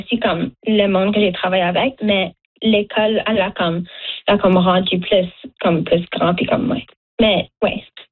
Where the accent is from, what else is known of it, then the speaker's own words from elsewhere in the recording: Dartmouth, Nova Scotia, Canada; also born or lived in Chéticamp; même si je viens pas de Chéticamp, ben je viens de Chéticamp, mais je viens de Dartmouth